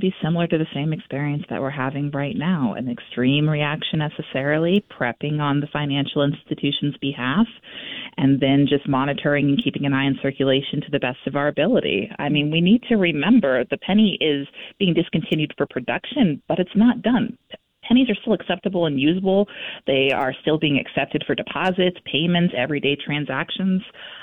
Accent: Maine, United States; Well, so for me, I'm actually not from Vermont. I grew up in central Maine, and I used to vacation up in Vermont with my grandparents that lived in the Jeffersonville area.

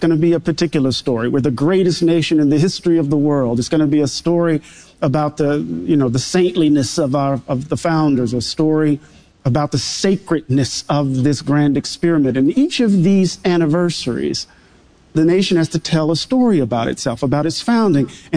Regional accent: Mississippi, United States; Maybe it's because I'm from Mississippi.

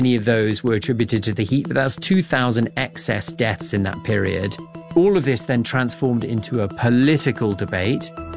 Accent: United States; But the difference between my wife and I comes from the fact that I grew up in the United States.

